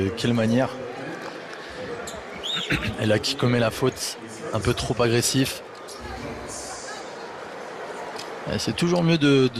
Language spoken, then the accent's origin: French; France; quand on est français